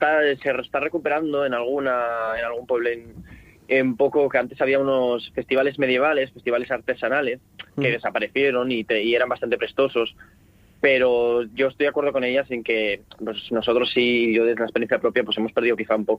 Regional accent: Asturias, Spain; porque te cuentan lo que les está encantando Asturias muchas veces y a ti como asturiano te presta.

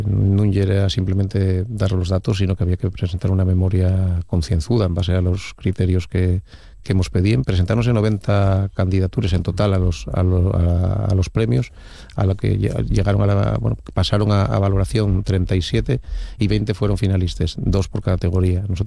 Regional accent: Asturias, Spain; Yo siempre digo, dende dentro, soy del Oriente

